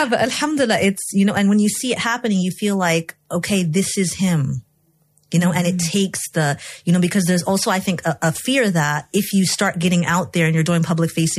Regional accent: Egypt; moved away as an adult; also born or lived in United States; because I grew up in Egypt, this is a primarily Muslim environment that I was in. Then when I went to the U.S. for college

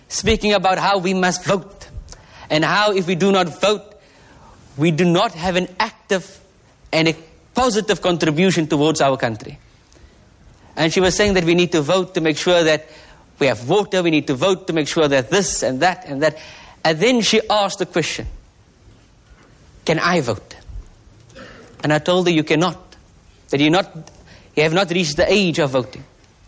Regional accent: South Africa; we are here as South African Muslims

